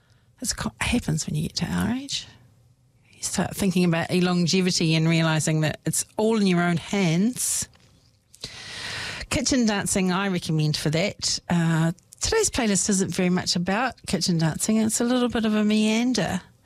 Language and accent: English; New Zealand; It does remind me of growing up in Dorkland.